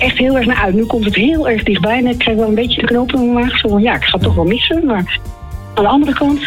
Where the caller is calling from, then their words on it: Nunspeet, Gelderland, Netherlands; ik kom uit Nunspeet